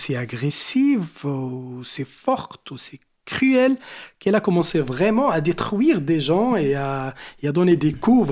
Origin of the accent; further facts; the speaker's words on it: Morocco; pourquoi chez nous au Maroc, on a pas mal de gens comme ça, agressifs